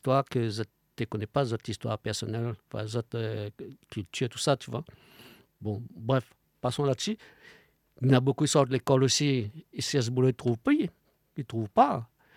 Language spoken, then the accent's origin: French; Réunion; moved away; comme on a quitté la Réunion, là où ça m'habite